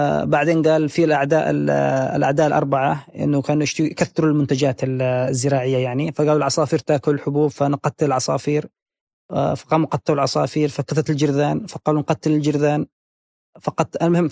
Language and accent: Arabic; Yemen; إحنا عندنا في اليمن